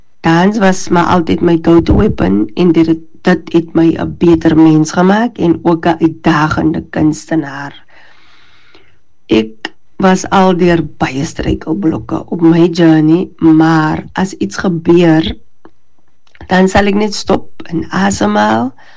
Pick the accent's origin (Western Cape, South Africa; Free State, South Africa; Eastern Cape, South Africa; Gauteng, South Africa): Western Cape, South Africa; George; ek is alipad van George Rosemoor.